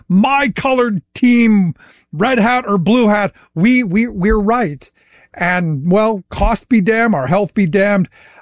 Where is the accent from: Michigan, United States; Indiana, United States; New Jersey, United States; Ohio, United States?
Ohio, United States; Cleveland; No, look, I grew up in Cleveland, and I often coin it the home of the reason you need an EPA and the Clean Water and Air Act.